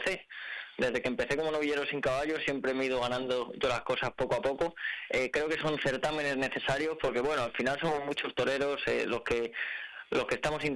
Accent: Salamanca, Castile and León, Spain; me hubiera encantado haber estado anunciado en mi casa, en mi tierra, delante de toda mi gente, porque al final Salamanca es donde vivo

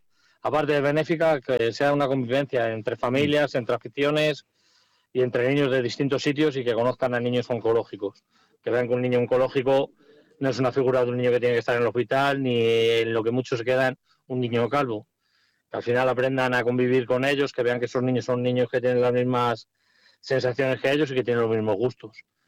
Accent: Salamanca, Castile and León, Spain; porque somos de Salamanca

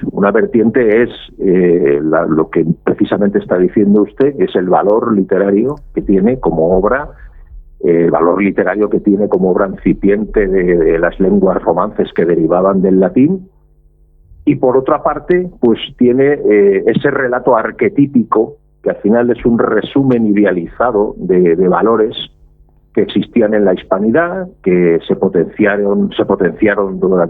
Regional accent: Valencia, Valencian Community, Spain; yo vengo de Valencia, la editorial es valenciana

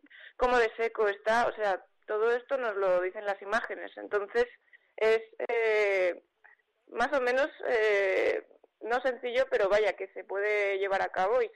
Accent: Navarre, Spain; moved away as an adult; now in Soria, Spain; yo soy de Navarra.

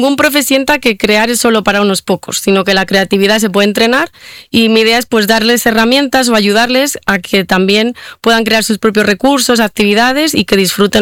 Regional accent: Valladolid, Castile and León, Spain; Soy de Valladolid, soy maestra, directora de un cole

